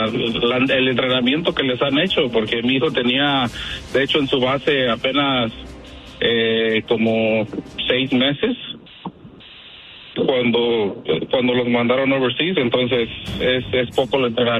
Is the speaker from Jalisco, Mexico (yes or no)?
yes; Jalisco, Mexico